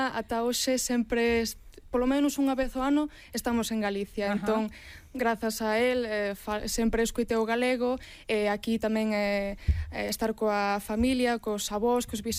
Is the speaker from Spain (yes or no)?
no; Zurich, Switzerland; Pois eu son galego-portuguesa, pero veño de Suiza, de Zurich.